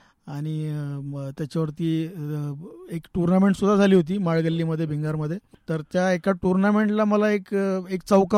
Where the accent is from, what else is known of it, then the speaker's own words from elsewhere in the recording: Bhingar, Maharashtra, India; मी राहायला, माझं बालपण बिंगारमध्ये गेलं, गल्लीमध्ये।